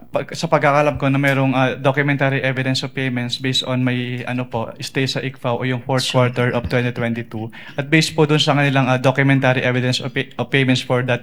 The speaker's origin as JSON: {"language": "Tagalog", "region": "Central Luzon", "country": "Philippines", "tie": "born there", "lives_now": "Manila, Philippines", "said": "Sa Nueva Ecija po, Your Honor."}